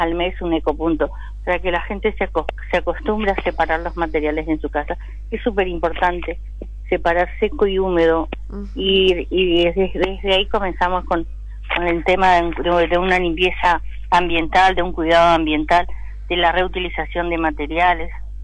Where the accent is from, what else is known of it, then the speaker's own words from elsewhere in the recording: Puerto Iguazú, Misiones, Argentina; vivimos en Iguazú, somos de Iguazú